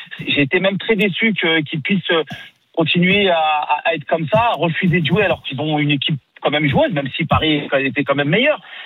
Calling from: Algeria; Je suis algérien

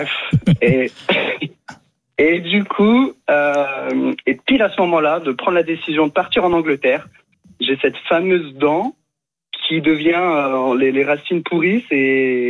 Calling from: Japan; C'est le pourquoi je suis au Japon et quelque part le pourquoi je vous appelle aussi.

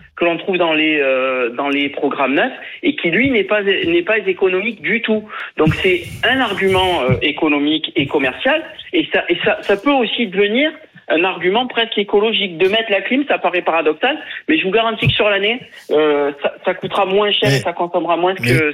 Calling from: Marseille, Provence-Alpes-Côte d'Azur, France; moi je suis à Marseille

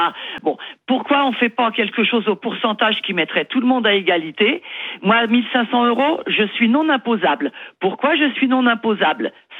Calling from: Gouvernes, Île-de-France, France; Alors j'habite à Gouverne, ça dépend de... Je suis à 15 km du parc Disney

